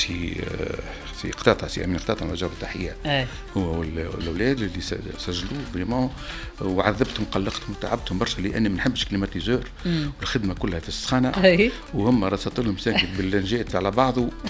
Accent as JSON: {"language": "Arabic", "country": "Tunisia", "said": "أنا راني تونسي تونسي هنا"}